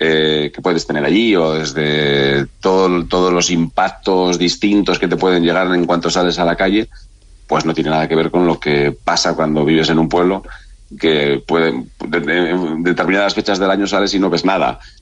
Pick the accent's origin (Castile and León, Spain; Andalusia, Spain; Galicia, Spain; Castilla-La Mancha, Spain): Castile and León, Spain; Montemayor de Pinilla; Sí, yo soy de Montemayor, sí.